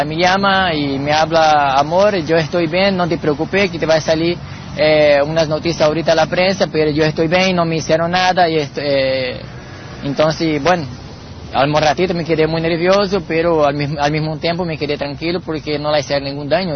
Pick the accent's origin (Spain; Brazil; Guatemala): Brazil; Porque yo soy brasileño también.